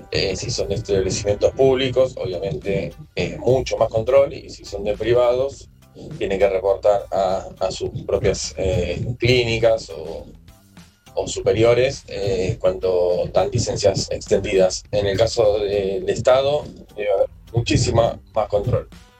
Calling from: San Martín, Argentina; de San Martín.

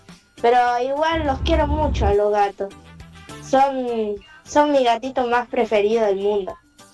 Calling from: Florencio Varela, Buenos Aires Province, Argentina; de Varela.

